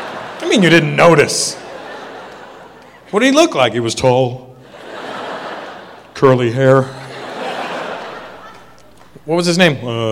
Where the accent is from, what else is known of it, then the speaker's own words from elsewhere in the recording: India; "Hey, you're from India? I'm from India. What part?"